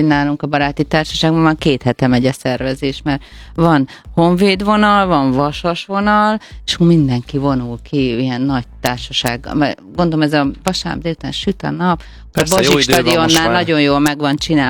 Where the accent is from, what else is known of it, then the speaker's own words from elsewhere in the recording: Hajdú-Bihar, Hungary; hajdúsági vérrel megáldva